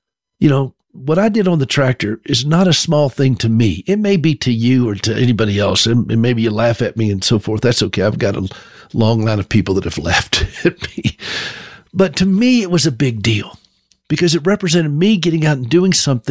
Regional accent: North Carolina, United States; But I remember I grew up skiing in North Carolina. When I first learned how to ski, we would go up to the mountains of North Carolina

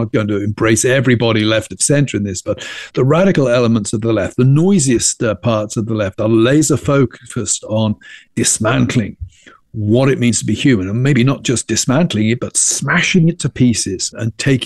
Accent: England, United Kingdom; When I was growing up in Europe, the political debates in England were, you know, they're about tax rates

